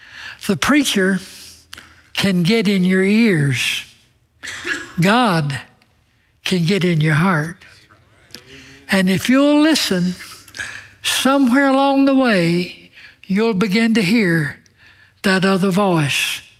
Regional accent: Alabama, United States; I'm from Alabama.

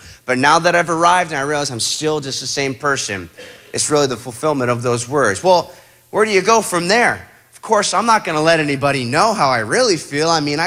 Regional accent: Huntington Beach, California, United States; I think we stashed the other one in my dad's garage in my hometown. So I get stitched up by the dock in Coronado, San Diego, and I go, I'm gonna go back and go drink that other keg of beer. So I make my way back to Huntington.

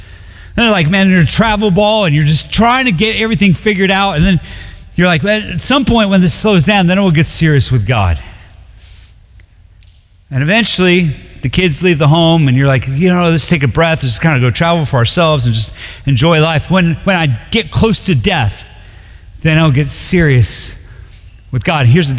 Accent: United States; I know as an American

